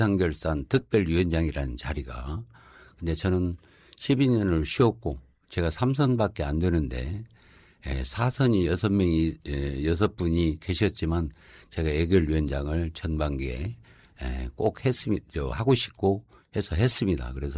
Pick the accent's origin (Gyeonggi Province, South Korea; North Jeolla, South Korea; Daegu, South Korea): North Jeolla, South Korea; Jeonju; born or raised there